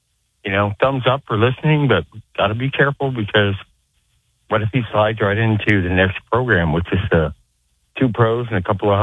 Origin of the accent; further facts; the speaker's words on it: Arizona, United States; I grew up in Arizona, but I'm Pirates and Steelers by virtue of my dad.